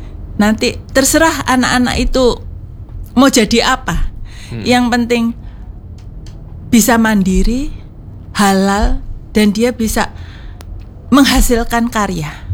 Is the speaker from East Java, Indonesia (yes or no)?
yes; Surabaya, East Java, Indonesia; Saya bangga sebagai warga Surabaya dengan wadah fasilitas perhatian dan bantuan dari aparat lah ya